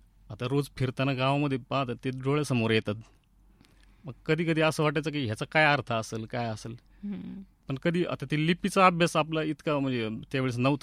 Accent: Kamargaon, Maharashtra, India; also born or lived in Ahmednagar; माझं बालपण माझं जन्मगाव कामरगावमध्येच गेलेलं आहे। तिथंच मी म्हणजे शिक्षण वगैरे तिथंच झाले, आणि पुढं महाविद्यालयीन शिक्षण जे आहे ते नगर इथे झालेलं आहे

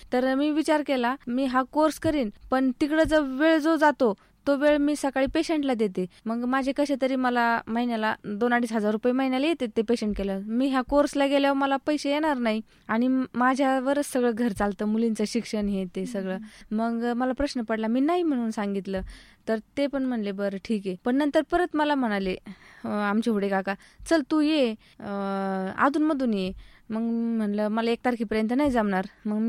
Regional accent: Maharashtra, India; moved away as an adult; now in Ahmednagar, India; राहणार बिळद, पाण्याची टाकी. पण आता सध्या मी 4 वर्षापासून नगरला राहायला आले, पाईपलाईन रोड वाणीनगर इथे.

